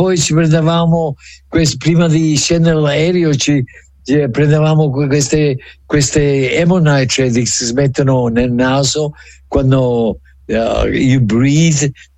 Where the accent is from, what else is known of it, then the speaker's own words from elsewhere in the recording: Longi, Sicily, Italy; now in United States; Prima di lasciare, vorrei salutare un sacco di persone al mio paese, se è possibile.